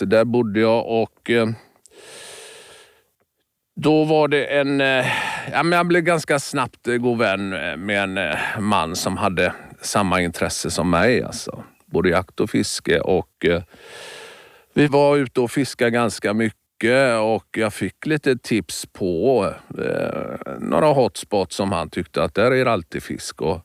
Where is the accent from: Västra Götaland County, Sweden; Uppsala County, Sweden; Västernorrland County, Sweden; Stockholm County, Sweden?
Västra Götaland County, Sweden; moved away; Fjordar har vi i Bohuslän där jag växte upp.